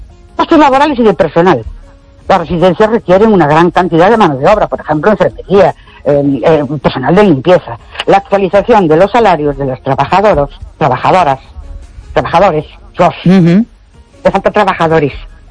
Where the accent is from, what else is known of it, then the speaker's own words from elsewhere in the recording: Ourense, Galicia, Spain; Buenas noches … de Ourense.